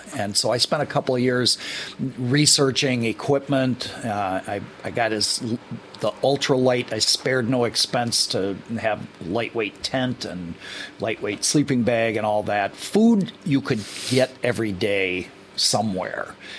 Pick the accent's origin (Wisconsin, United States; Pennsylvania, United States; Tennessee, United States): Wisconsin, United States; Madison; Now, I am from Madison